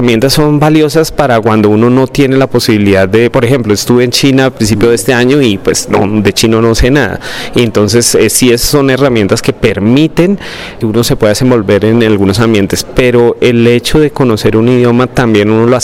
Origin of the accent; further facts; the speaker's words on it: Colombia; somos embajadores de Colombia